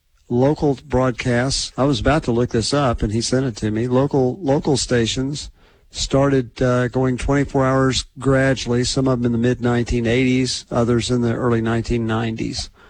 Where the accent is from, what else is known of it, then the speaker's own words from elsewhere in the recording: Oklahoma City, Oklahoma, United States; Actually, where I grew up in Oklahoma City, that would be on the newscast.